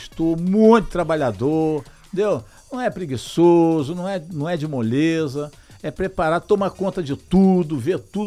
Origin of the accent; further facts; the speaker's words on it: Cabo Frio, Rio de Janeiro, Brazil; born there; a cabofriense é igual a mim, que nasci aqui na Passagem, né?